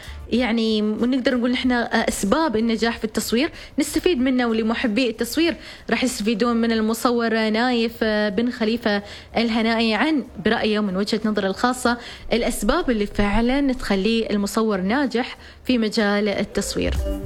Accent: Oman

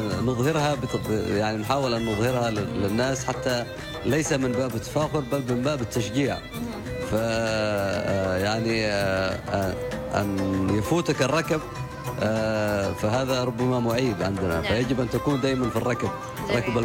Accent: Dhofar, Oman; نحن هنا في الجنوب

